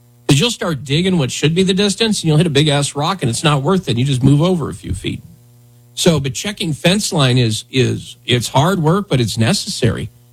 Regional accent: Wyoming, United States; where I grew up in Wyoming

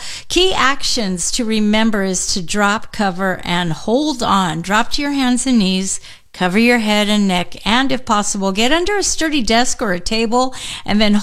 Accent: Hayward, California, United States; Shout out to my hometown of Hayward.

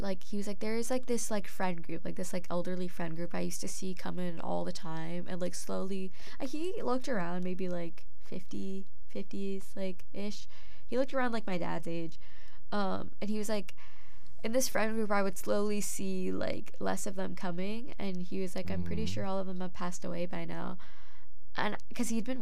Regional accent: Pakistan; And I was like, no, I'm Pakistani.

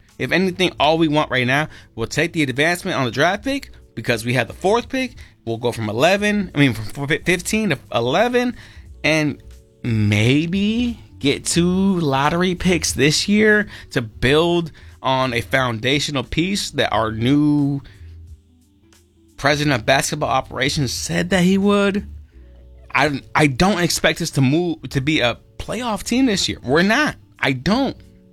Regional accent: Chicago, Illinois, United States; I'm a Chicagoan, not a Philadelphian

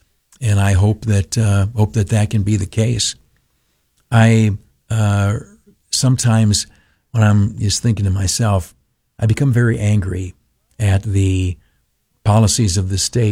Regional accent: New York, United States; Like many families, particularly in upstate New York, ours is all moved away. I've had cousins I grew up with in the Southern Tier.

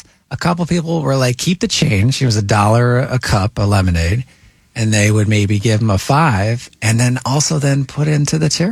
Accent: New Jersey, United States; born there; In New Jersey

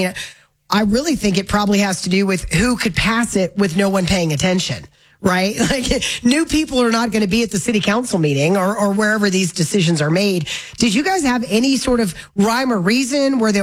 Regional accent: Florida, United States; now in Colorado, United States; I'm from Florida where water falls out of the sky every day. Yeah. I've never dealt with water issues until I moved here.

